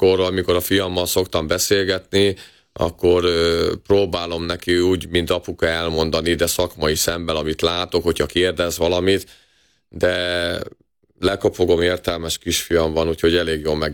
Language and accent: Hungarian; Kaposvár, Somogy, Hungary; Kaposváron születtem, és még 12 évesen az volt az álmom, hogy a egyszer a Rákócziba játszhassak, ami sikerült is, aztán nagyon hamar elkerültem